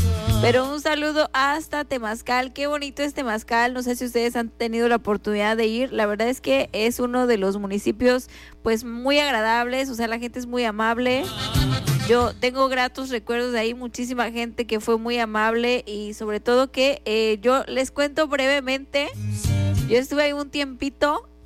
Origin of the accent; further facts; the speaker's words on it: Mexico; así somos los mexicanos.